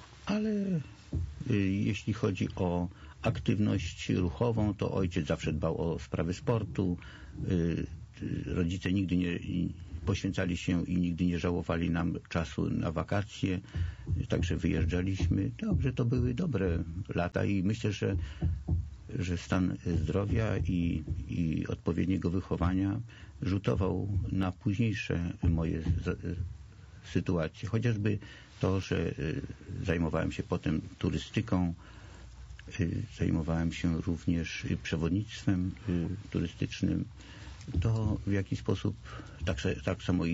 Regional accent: Warsaw, Masovian Voivodeship, Poland; born or raised there

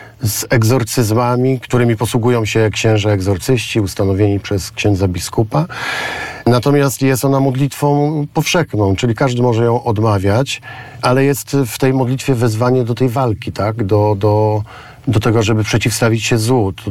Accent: Silesian Voivodeship, Poland; To księża Michalici, pracujący wtedy w naszej parafii w górach, w Beskidzie Żywieckim, właśnie przekazywali nam tą

